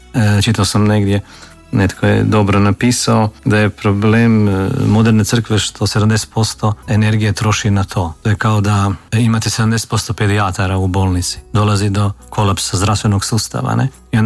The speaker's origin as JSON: {"language": "Croatian", "town": "Hodošan", "region": "Međimurje County", "country": "Croatia", "tie": "born or raised there", "said": "Ja sam odrastao u Međimurju, u Župi Svete Juraj u Trnju, jednom malom mjestu Hodošan, koji je filijala te župe."}